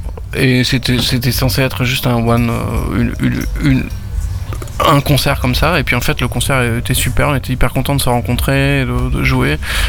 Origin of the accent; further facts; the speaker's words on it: Occitanie, France; born there; Moi, je suis né dans le Lot